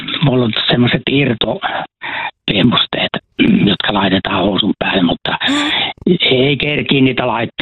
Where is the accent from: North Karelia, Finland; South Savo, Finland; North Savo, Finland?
South Savo, Finland; Rantasalmi; born there; now in Helsinki, Finland; olen Rantasalmelta syntyisin, mutta tällä hetkellä ja iät ja ajat olen asunut kyllä Helsingissä, mutta mulla on tässä mökki isolla puutarhapalstalla